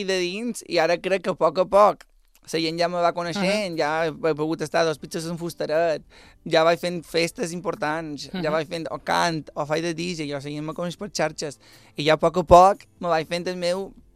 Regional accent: Andratx, Balearic Islands, Spain; Soc d'Andràs i el nostre mallorquí tampoc és el millor del món.

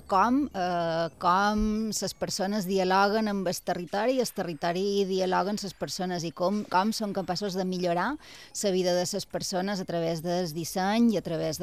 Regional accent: Palma, Balearic Islands, Spain; also born or lived in Petra; Jo, com he dit, venc de Palma llongueta de tota la vida. I una cameta de Petra, també.

